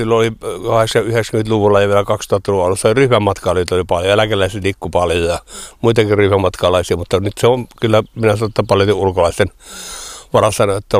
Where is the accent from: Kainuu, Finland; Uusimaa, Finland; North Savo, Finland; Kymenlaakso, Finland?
Kainuu, Finland; Kuhmo; born there; se on minun ihan syntymäkoti.